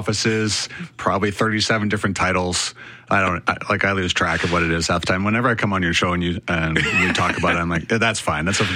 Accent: Cochrane, Alberta, Canada; also born or lived in Calgary; Born in Calgary, Alberta. I was raised in Cochrane, Alberta. My parents moved out there when I was 1980 to 9 years old. So then I grew up there.

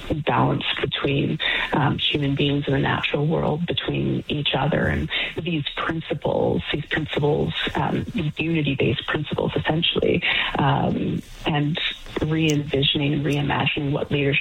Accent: British Columbia, Canada; born there; I was raised in the Potlatch, which is our form of government in the Kwakwaka'wakw Nation.

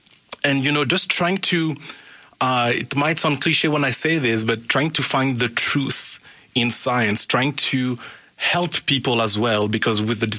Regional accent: Paris, Île-de-France, France; So growing up, first of all, I grew up in Paris. I was born and raised in Paris.

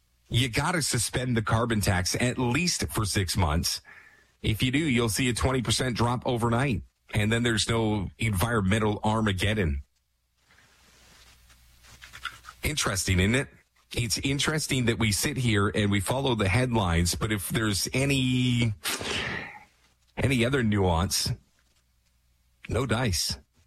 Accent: Canada; And as a Canadian, I'm sure there's certain sectors out there that be like, God, we need a deal.

